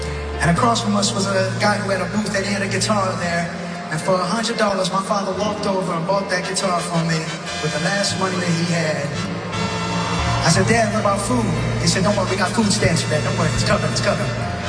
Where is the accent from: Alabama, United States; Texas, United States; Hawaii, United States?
Hawaii, United States; Growing up in Hawaii, trying to make ends meet, we would set up at a swap meet, and he would try to sell all his junk so we could pay some bills.